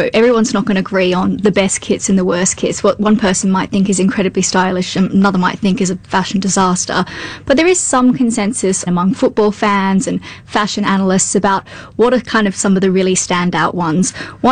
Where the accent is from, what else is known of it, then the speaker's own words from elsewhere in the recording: Australia; as an Aussie